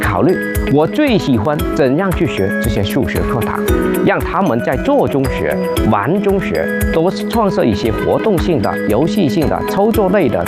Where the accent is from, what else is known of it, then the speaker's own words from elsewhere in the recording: Guiping, Guangxi, China; 从小在大山里长大，我母校的那几间破旧的瓦房现在还历历在目，是1999年师范毕业之后，我毫不犹豫地就回到了我的家乡。